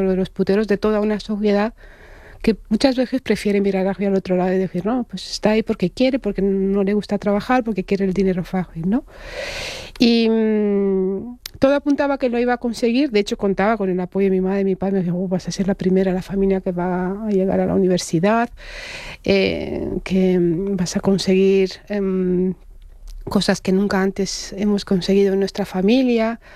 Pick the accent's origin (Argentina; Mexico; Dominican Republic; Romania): Romania; born there; Spanish is a second language; porque yo nací en Rumanía, en el seno de una familia de clase obrera. En los últimos años de la Guerra Fría.